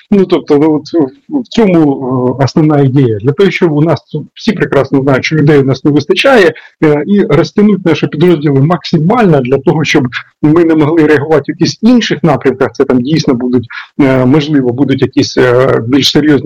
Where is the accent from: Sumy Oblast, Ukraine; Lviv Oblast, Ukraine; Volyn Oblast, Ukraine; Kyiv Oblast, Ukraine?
Sumy Oblast, Ukraine; Вони цю тактику вони використовували і на моїй рідній Сумщині.